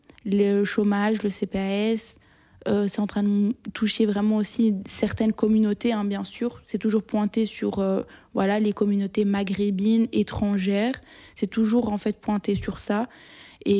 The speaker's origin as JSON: {"language": "French", "country": "Belgium", "said": "la plupart, nous, on est nés en Belgique. Donc, on est belge, on est citoyen belge."}